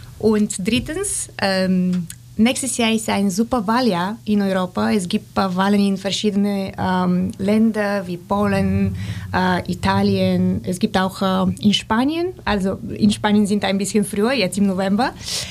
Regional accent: Bulgaria; moved away as an adult; now in Germany; ich bin Bulgarin

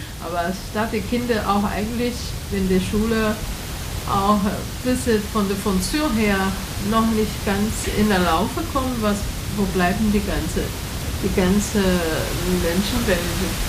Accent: Taiwan; German is a second language; ich komme aus Taiwan, und Taiwan, junge Leute, sag mal, abdurchschnittlich, ab 20-Jährige, die sind alles in der Uni gegangen

